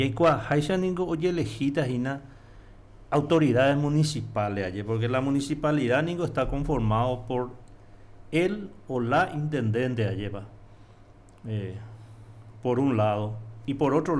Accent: Paraguay

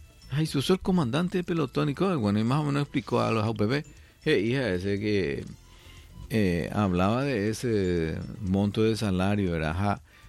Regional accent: Paraguay; ya soy paraguayo, en mi caso como reservista

